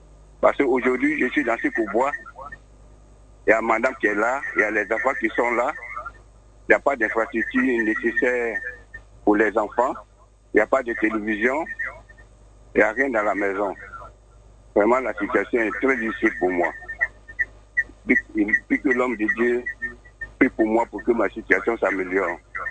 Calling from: Abidjan, Côte d’Ivoire; Oui, je l'appelle de Yopougon.

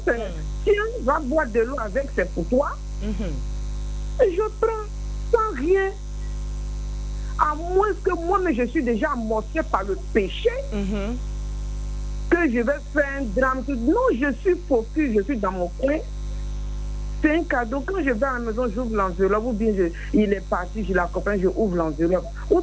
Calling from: Abidjan, Côte d’Ivoire; J'appelle de Port-Bouy.

